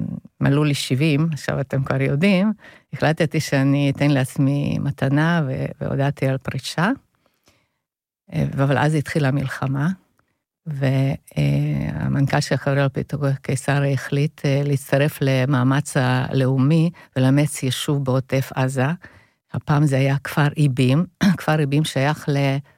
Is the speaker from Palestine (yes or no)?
no; Hungary; Hebrew is a second language; now in Israel; אולי לא שומעים כבר את המבטא. פעם הייתי הונגריה. עליתי מהונגריה בעלייה אילגלית, ברחתי, וכאן פגשתי את בעלי